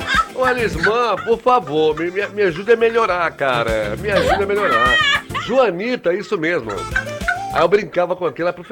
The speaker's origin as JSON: {"language": "Portuguese", "town": "Dias d'Ávila", "region": "Bahia", "country": "Brazil", "tie": "born or raised there", "moved": "yes", "said": "meu grande amigo lá de Esnábila, Elisman, minha terra natal aí, né?"}